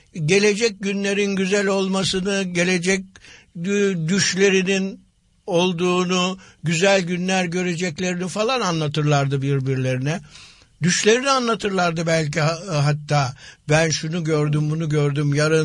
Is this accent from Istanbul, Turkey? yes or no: yes; Istanbul, Turkey; Ben İstanbul'un kenar mahallelerinden birinde, Karagümrük'te doğdum. Ve bir işçi mahallesiydi benim doğduğum yer.